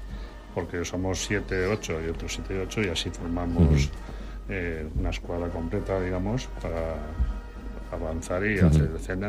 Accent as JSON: {"language": "Spanish", "town": "Valencia", "region": "Valencian Community", "country": "Spain", "said": "yo soy de Valencia, trabajo en Valencia y vivía en Valencia."}